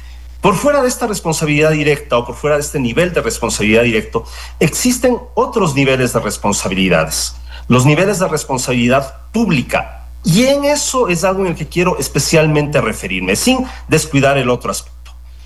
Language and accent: Spanish; Riobamba, Chimborazo, Ecuador; la respuesta es muy, muy fácil de realizar para quienes somos de Riobamba o quienes tenemos un contacto con Riobamba.